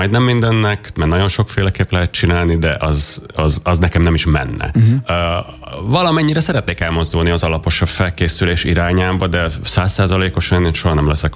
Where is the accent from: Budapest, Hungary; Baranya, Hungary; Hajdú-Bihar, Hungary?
Budapest, Hungary; édesapám szíriai, de igazából ez nem annyira van bennem. Szóval én itt Budapesten születtem, nőttem föl, és nem beszélek arabul